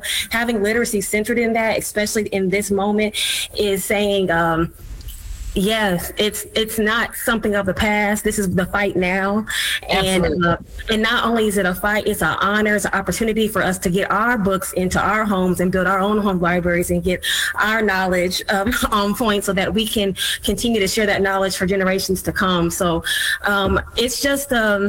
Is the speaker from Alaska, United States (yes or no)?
no; Indiana, United States; I mean, we're crossing borders. We're from Indiana.